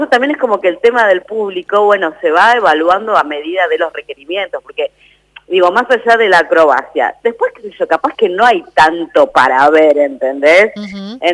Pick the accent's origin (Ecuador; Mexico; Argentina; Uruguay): Argentina